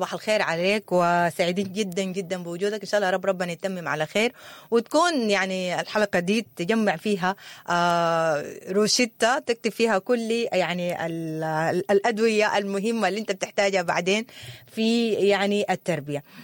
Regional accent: Sudan; now in abroad; زي ما نحن عندنا في السودان لسه عن موضوع الترهيب والصوت والحاجات دي،

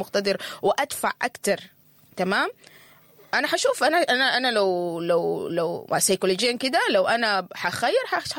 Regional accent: Sudan; يعني إحنا كمجتمع سوداني

